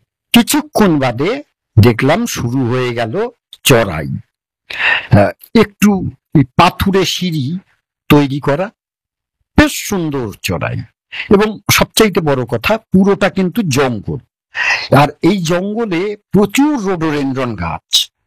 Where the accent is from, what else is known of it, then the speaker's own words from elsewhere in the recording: Belgharia, West Bengal, India; আমার বাড়ি বেলঘরিয়া।